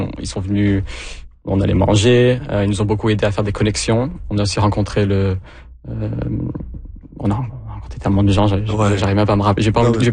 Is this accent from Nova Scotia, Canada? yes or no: yes; Halifax, Nova Scotia, Canada; je viens d'Halifax, je suis né à Halifax, j'ai fait mon école à Halifax, et j'aime beaucoup beaucoup la Nouvelle-Écosse